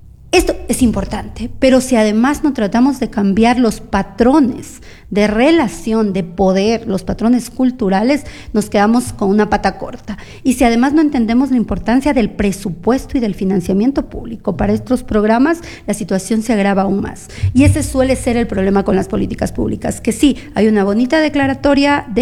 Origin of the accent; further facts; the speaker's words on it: Ecuador; Nosotros mismo, como Mujeres Ecuatorianas Organizadas, yo pertenezco a este colectivo, tenemos un fuerte contingente de mujeres ecuatorianas organizadas y organizaciones acá en Loja.